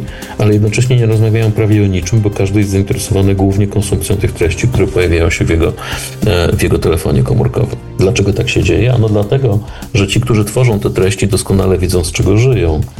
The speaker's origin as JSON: {"language": "Polish", "region": "southern Poland", "country": "Poland", "tie": "born or raised there", "said": "ponieważ ja się wychowywałem na południu Polski, to czasem jeszcze z potężnym śnieżeniem program czeskiej telewizji"}